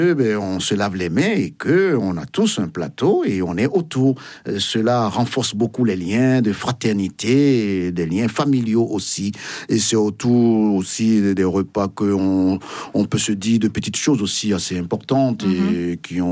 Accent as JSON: {"language": "French", "country": "Benin", "said": "Ah oui, chez nous au Bénin, mais dans notre culture, les repas, on ne partage pas le pain avec n'importe qui."}